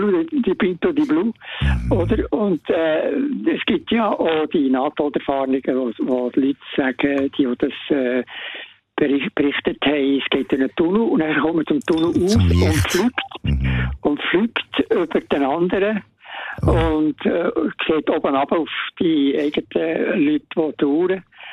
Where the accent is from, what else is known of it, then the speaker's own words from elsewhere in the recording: Bern, Switzerland; Ich bin Berner